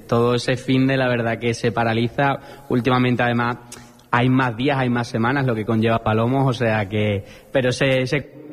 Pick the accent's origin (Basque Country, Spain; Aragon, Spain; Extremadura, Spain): Extremadura, Spain; Badajoz; Somos aquí de Badajoz y encantados siempre.